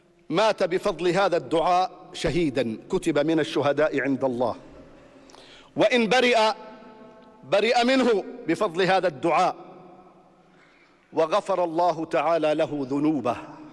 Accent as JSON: {"language": "Arabic", "country": "Jordan", "said": "بلدنا الأردن"}